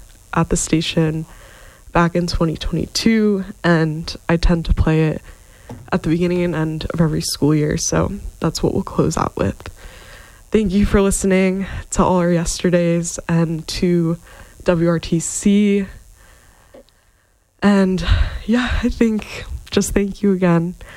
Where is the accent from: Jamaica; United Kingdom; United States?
United States; Connecticut; moved away; I'm from Connecticut, so hopefully I'll find my way back to Hartford someday